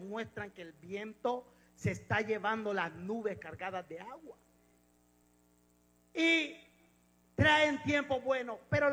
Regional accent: El Salvador; yo soy salvadoreño como ustedes

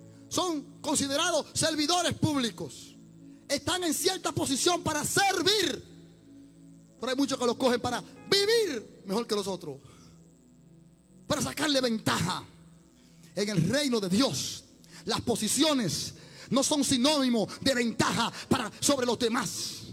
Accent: Jarabacoa, La Vega, Dominican Republic; vengo de un campo de República Dominicana, llamado Jarabacoa

